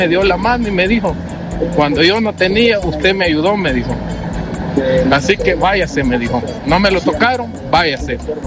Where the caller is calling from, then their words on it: El Salvador; mi experiencia como todo salvadoreño